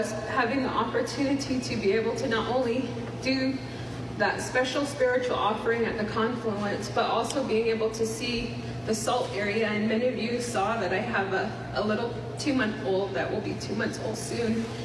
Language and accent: English; Navajo Nation, United States; Yes, we received our degrees, but we come from the Navajo Nation, Dinenhiklin, and all that we do is in the best interest of our people.